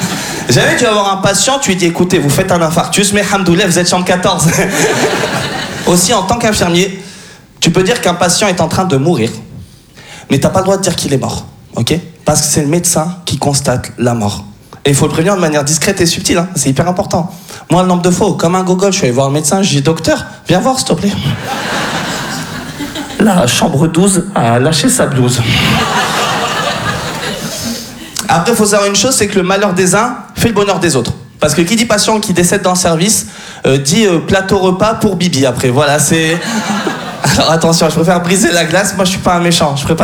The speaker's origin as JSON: {"language": "French", "country": "France", "said": "j'ai 28 ans, d'accord. Je suis français d'origine tunisienne. Parce qu'en fait, ma mère est française"}